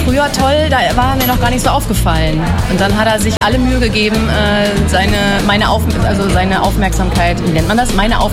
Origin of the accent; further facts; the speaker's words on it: Bremen, Germany; born there; moved away as an adult; also born or lived in Munich / Schwedt; ich bin in Bremen geboren, da komme ich her